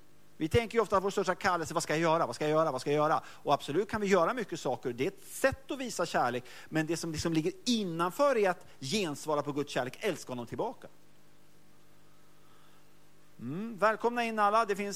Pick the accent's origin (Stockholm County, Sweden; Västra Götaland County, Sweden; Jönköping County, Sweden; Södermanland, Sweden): Västra Götaland County, Sweden; Mölndal; jag kommer från Mölndal, kan en del om Mölndal också.